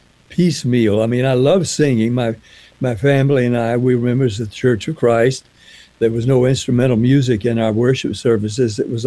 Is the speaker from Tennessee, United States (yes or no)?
yes; Nashville, Tennessee, United States; also born or lived in Jacksonville, Florida; We had relatives in Florida, Jacksonville, where I was born in Jacksonville, raised in Nashville.